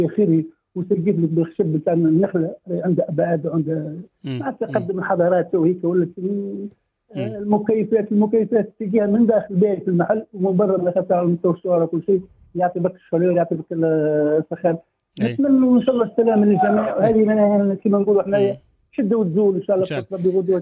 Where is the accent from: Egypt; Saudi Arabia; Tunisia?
Tunisia; Nefta, Tozeur Governorate